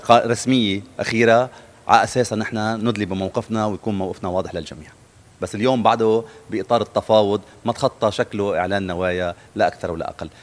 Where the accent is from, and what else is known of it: Lebanon